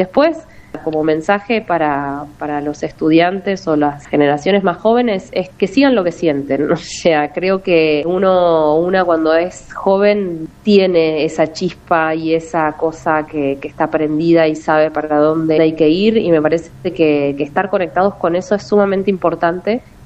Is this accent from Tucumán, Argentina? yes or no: no; General Roca, Río Negro, Argentina; also born or lived in Córdoba; Yo nací acá, mi familia es de acá, mi papá es de la línea sur, mis abuelos son de la línea sur y siempre viví la Patagonia como soy patagónica, digamos.